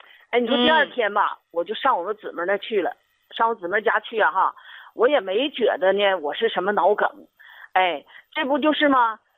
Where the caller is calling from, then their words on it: Liaoning, China; 啊，我是东北辽宁这边的。